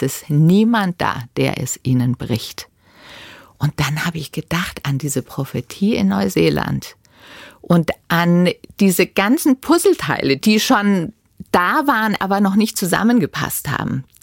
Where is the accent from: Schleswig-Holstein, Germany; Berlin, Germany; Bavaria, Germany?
Bavaria, Germany; da hier ist dieser Schwarze in Nigeria und ich bin in Bayern aufgewachsen und wir haben ähnliche Gedanken gehabt.